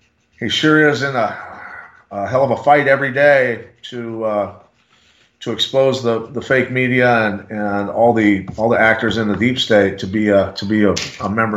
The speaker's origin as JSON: {"language": "English", "town": "Bettendorf", "region": "Iowa", "country": "United States", "tie": "born or raised there", "said": "here in my hometown of Bettendorf, Iowa, at the public library."}